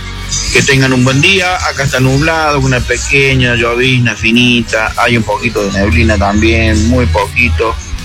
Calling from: Río Cuarto, Córdoba, Argentina; de Río Cuarto.

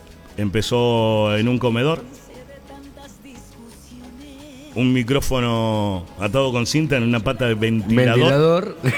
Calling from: Estancia Grande, San Luis, Argentina; venimos directamente del corazón de Estancia Grande.

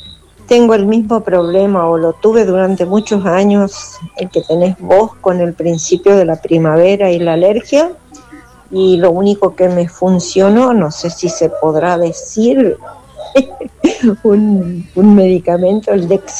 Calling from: Charata, Chaco, Argentina

